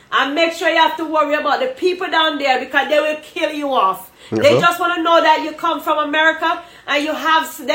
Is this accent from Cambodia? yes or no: no; Jamaica; now in United States; I would never go back home. I'm from Jamaica.